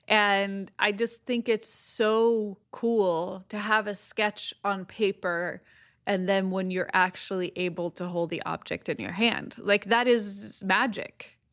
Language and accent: English; Stockholm, Stockholm County, Sweden; English is a second language; I am from Stockholm, Sweden, and my job is that I am an inventor and YouTuber.